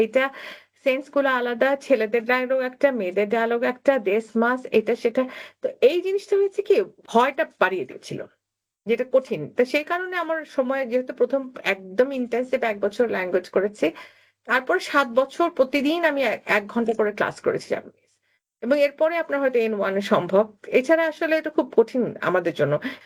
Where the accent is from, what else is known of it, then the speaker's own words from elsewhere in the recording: Dhaka, Dhaka Division, Bangladesh; আসলে আমার জন্ম ঢাকায়, আমি বড় হয়েছি রামপুরাতে, আমার দাদার বাড়ি গোপালগঞ্জে।